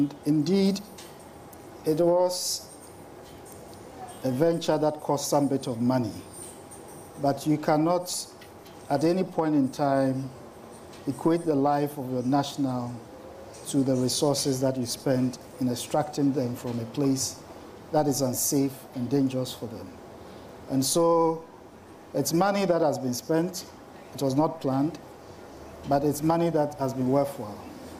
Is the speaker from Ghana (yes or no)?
yes; Ghana; as a Ghanaian